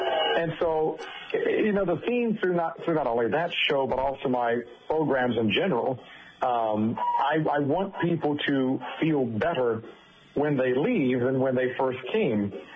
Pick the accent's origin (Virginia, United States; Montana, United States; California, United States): Virginia, United States; growing up in Virginia, life was a little on the quieter side.